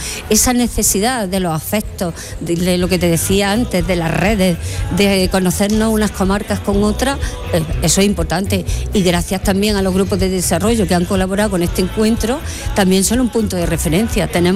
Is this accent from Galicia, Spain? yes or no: no; Siles, Andalusia, Spain; yo soy de la Sierra de Segura, de Siles.